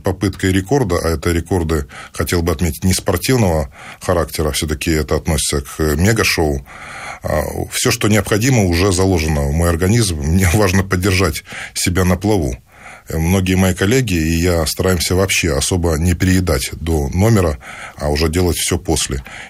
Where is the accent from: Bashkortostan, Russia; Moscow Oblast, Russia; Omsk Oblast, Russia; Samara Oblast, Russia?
Moscow Oblast, Russia; Lyubertsy; Я себя отождествляю с обычным человеком, зожником, как я говорю, из Люберец.